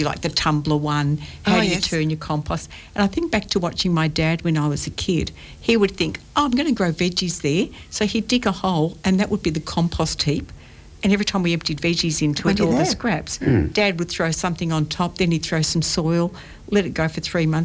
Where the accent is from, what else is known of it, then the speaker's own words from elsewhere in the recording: Mitcham, Australia; And, do you know, in the 1950s and 60s when I grew up in Mitcham and my parents bought land